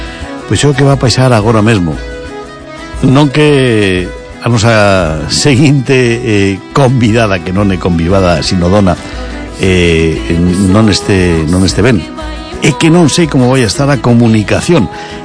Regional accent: Castile, Spain; É que como eu son castelán, non sei se o sabe a xente, pero eu son castelán, teño esa costume de catar o melón

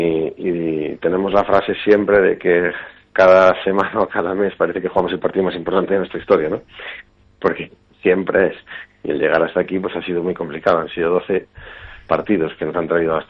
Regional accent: Galicia, Spain; siendo gallegos

